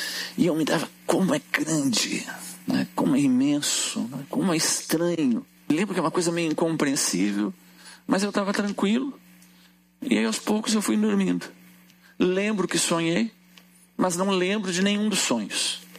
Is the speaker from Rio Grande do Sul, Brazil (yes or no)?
yes; Porto Alegre, Rio Grande do Sul, Brazil; Eu sou gaúcho, sou de Porto Alegre, mas os meus avós tinham uma pequena fazenda numa cidade do interior, perto do Uruguai, que é São Gabriel.